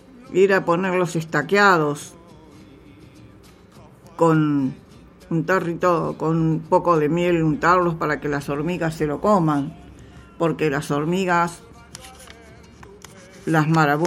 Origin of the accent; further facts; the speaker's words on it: Misiones, Argentina; moved away; en la provincia de Misiones, mi tierra.